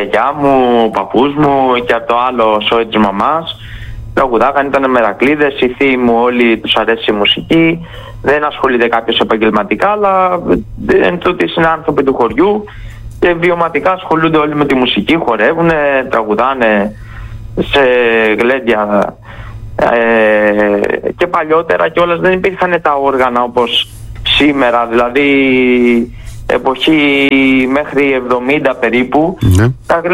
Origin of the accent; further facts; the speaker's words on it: Kalavryta, Western Greece, Greece; born there; Εγώ κατάγομαι από την Πελοπόννησο, από τα Καλάβρητα συγκεκριμένα, το πόταμα Καλαβρίτων, και πάω στο Καλαβρίτων, τα χωριά των γονιών μου, 12 χιλιόμετρα μεταξύ τους η απόσταση.